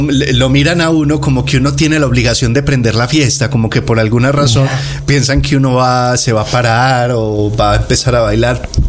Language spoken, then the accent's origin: Spanish; Colombia; a mí como colombiano me invitan a alguna reunión social